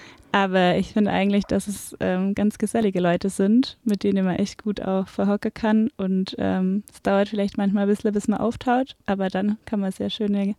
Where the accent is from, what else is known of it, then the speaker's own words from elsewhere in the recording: Riedlingen, Baden-Württemberg, Germany; moved away as an adult; now in Tübingen, Germany; ich komme aus Riedlingen ursprünglich, also Riedlingen an der Donau, bin da aufgewachsen, bin aber vor 6 Jahren jetzt fürs Studium dann nach Tübingen gezogen